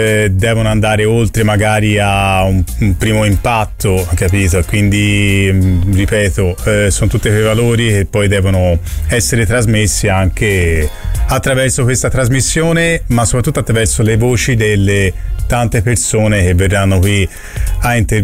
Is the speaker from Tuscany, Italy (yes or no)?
yes; Florence, Tuscany, Italy; born there; sono nato proprio dietro a Santa Maria Novella, Mercato Centrale